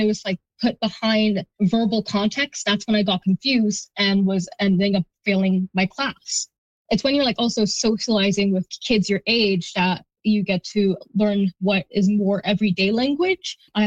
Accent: Rawdon, Quebec, Canada; I grew up in Rawdon. It has a combination of older folk, but also up and starting families.

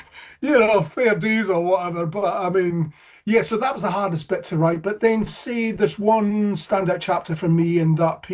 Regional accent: Scotland, United Kingdom

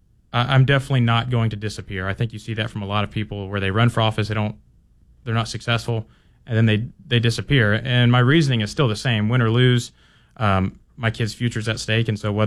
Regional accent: Maylene, Alabama, United States; Maylene, Alabama.

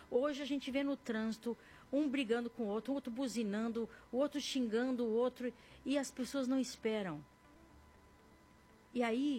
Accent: São Paulo, Brazil; Eu nasci aqui, sou da Gema, eu sou paulistana, nasci aqui na... Como que chama aquela maternidade? Lourdes, não sei, Santa Lourdes, uma coisa assim. Sou aqui de São Paulo

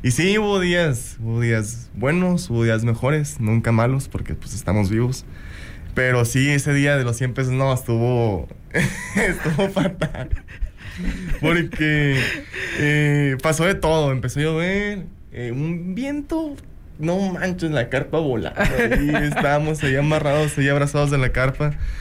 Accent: Ciudad Obregón, Sonora, Mexico; born there; also born or lived in Guadalajara; Somos de Ciudad Obregón, Sonora. De Ciudad Obregón. Ahí nacimos. Estuvimos también un tiempo viviendo en Guadalajara también.

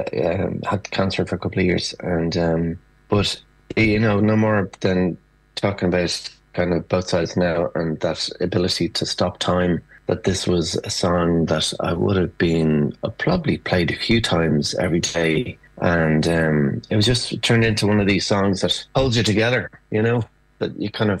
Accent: Ireland; as Irish people

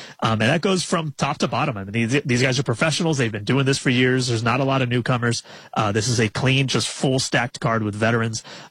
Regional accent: Florida, United States; Like I grew up in Florida, so I'm used to humidity

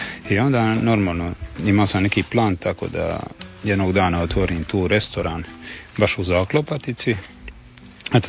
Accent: Lastovo, Dubrovnik-Neretva County, Croatia; Pa ne znam, to je moj rodni kraj. To je jednostavno, to ti je ljubav tu, mislim, tu ti je cijela mladost, djetinjstvo

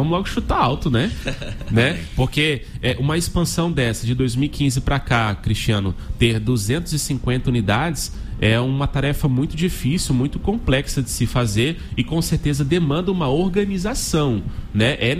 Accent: Ji-Paraná, Rondônia, Brazil; a minha cidade natal é Ji-Paraná

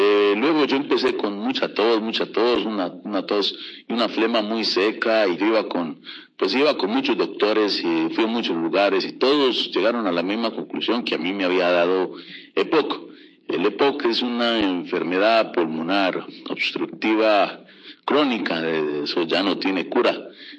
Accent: Hidalgo, Mexico; now in United States; Yo soy de México, del estado de Hidalgo.

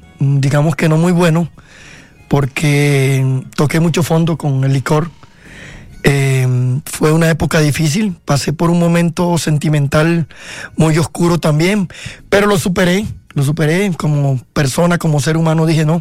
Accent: Valledupar, Cesar, Colombia; Yo soy vallenato de Valledupar.

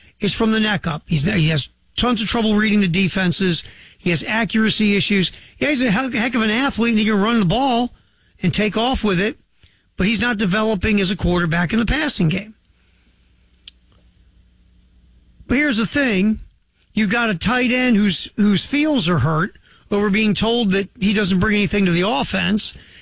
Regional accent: Baltimore, Maryland, United States; Maybe it's paranoia, maybe it's growing up in Baltimore

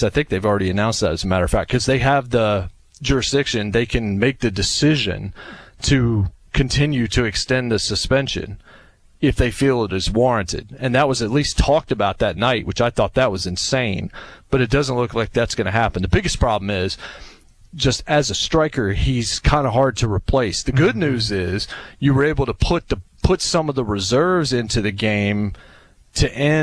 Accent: United States; Of course, I'm biased because I am an American.

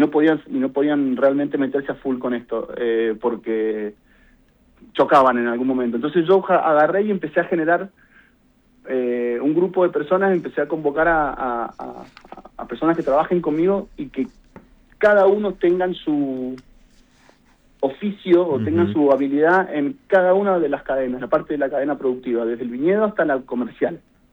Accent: Mendoza, Argentina; Bueno, siendo mendocino, uno tampoco está tan lejos de eso, ¿no? Uno lo vive siempre.

